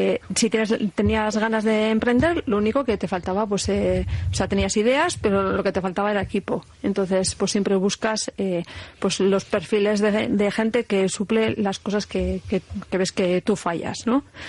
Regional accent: Bilbao, Basque Country, Spain; Pues mira … Y bueno, soy de Bilbao

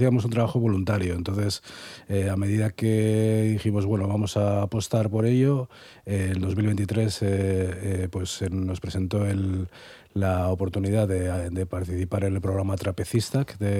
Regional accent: Trapagaran, Basque Country, Spain

